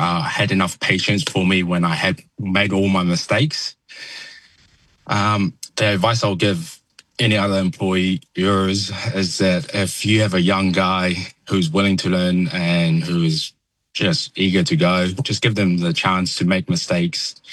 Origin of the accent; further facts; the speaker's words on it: Auckland, New Zealand; I was born in New Zealand. I lived my whole life in Auckland.